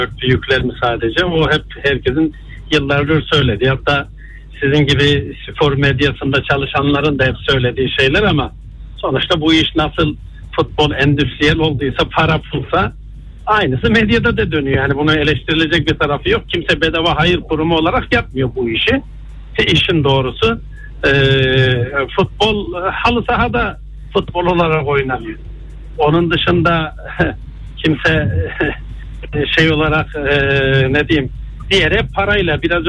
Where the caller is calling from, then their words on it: Istanbul, Turkey; İstanbul'dan arıyorum.